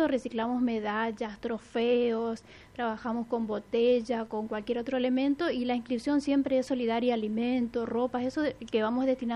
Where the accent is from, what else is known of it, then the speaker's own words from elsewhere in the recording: Barranqueras, Chaco, Argentina; Hola, buen día … de Barranqueras, pero ahora estoy trabajando, me escapé.